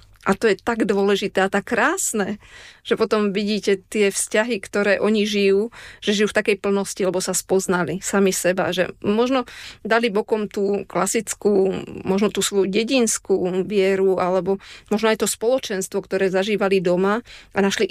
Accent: Ludrová, Žilina Region, Slovakia; moved away; je to moja rodná dedina, ale je tam proste srdce, korene. Moji prarodičia pochádzajú z tej dediny a som tam zakorenená.

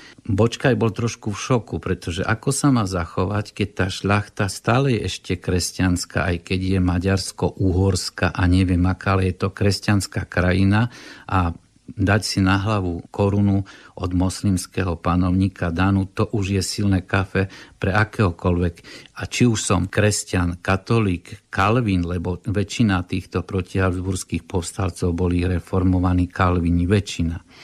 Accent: Košice, Košice Region, Slovakia; keď už som taký Košičan.

